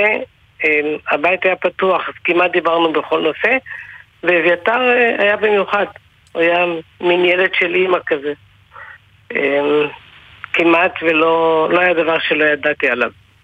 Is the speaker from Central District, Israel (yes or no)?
no; Jerusalem, Jerusalem District, Israel; אני כבר הייתי בגבעת התחמושת, גם גדלתי שם וגרתי שם